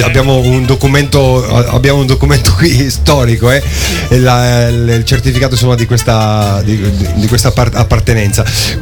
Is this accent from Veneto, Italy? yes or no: no; Friuli-Venezia Giulia, Italy; Io friulano